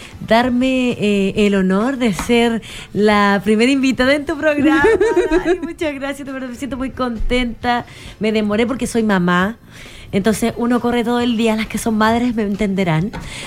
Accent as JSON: {"language": "Spanish", "town": "Iquique", "region": "Tarapacá", "country": "Chile", "said": "soy iquiqueña, estoy próxima a cumplir 35 años."}